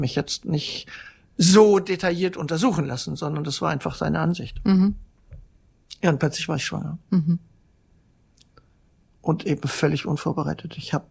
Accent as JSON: {"language": "German", "country": "Germany", "said": "Eindeutig Europäerin, viele haben auch getickt, ich bin eine Deutsche, was will die eigentlich hier?"}